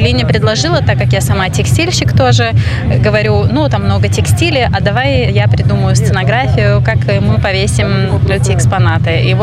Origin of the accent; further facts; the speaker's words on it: Lithuania; Я сама родилась в Литве, ходила в литовскую школу, в литовский садик.